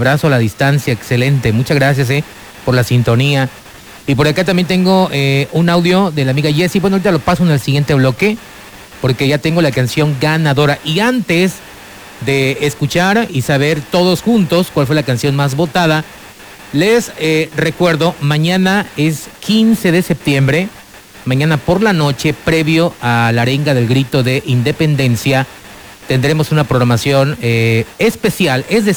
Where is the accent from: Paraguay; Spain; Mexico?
Mexico; Lo merecemos porque somos orgullosamente mexicanos